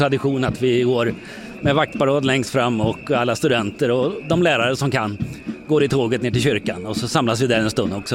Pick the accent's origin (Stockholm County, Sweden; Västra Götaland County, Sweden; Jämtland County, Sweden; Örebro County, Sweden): Örebro County, Sweden; Karlskoga; moved away; Jag är uppvuxen i Karlskoga, så att jag inte är härifrån.